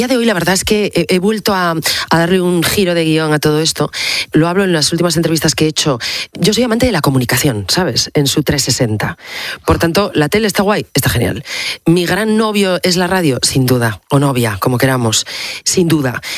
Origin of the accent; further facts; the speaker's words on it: Asturias, Spain; moved away